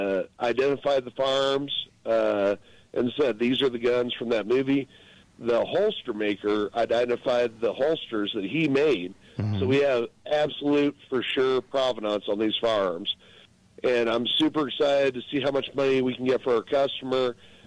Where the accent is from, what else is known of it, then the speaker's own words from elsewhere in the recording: Louisiana, United States; well, I don't have steak money. I'm Cajun. I got red beans and rice money.